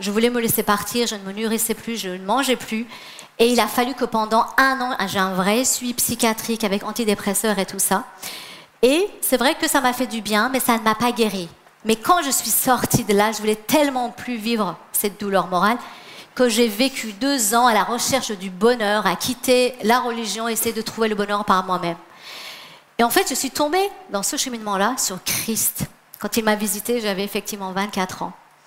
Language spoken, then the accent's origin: French; Iran; moved away; moi, je suis iranienne, d'où mon prénom d'ailleurs. Et donc j'ai connu cette période en Iran de la guerre, de la disette, des bombardements